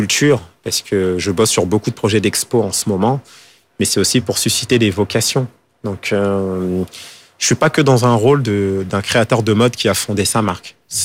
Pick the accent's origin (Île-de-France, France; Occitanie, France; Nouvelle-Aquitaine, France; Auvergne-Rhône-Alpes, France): Île-de-France, France; also born or lived in Paris; J'ai grandi, je suis né à Paris 18e, mais j'ai grandi en banlieue.